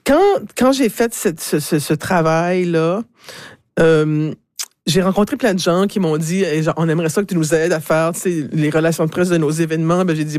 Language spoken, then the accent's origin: French; Moncton, New Brunswick, Canada; also born or lived in Dieppe, New Brunswick; je suis revenue à chez moi à Moncton. Je vivais à Dieppe à ce moment-là, donc je suis revenue à Dieppe en juillet 2001 en fait.